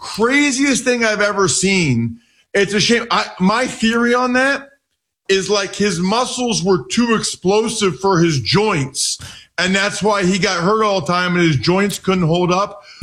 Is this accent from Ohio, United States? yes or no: no; Pennsylvania, United States; I grew up outside of Philly, an Eagles fan.